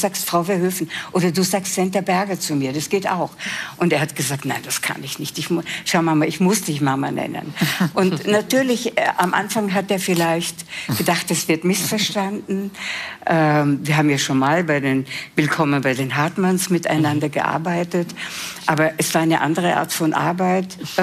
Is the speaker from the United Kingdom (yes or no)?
no; Vienna, Austria; moved away; Ich bin ja Wienerin.